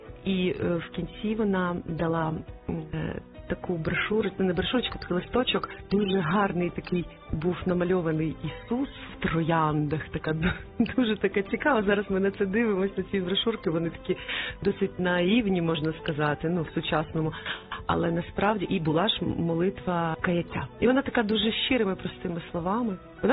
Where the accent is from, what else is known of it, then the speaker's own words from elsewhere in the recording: Kyiv, Ukraine; Я народилася в Києві. В звичайній родині мама викладала в університеті, тато працював в правоохоронних органах. Я навчалася в школі, в українській